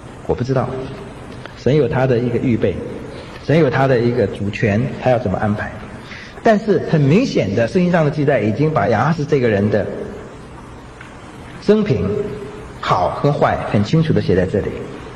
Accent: China; 那么对我们中国人来讲，特别是值得我们提醒的，因为我们中国人的民族性是喜欢混杂的。

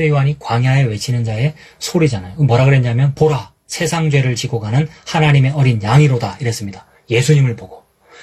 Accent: Gyeongsang, South Korea; 내 고향이 대구는 아니지만 경상도 사람이니까 알아듣는단 말입니다.

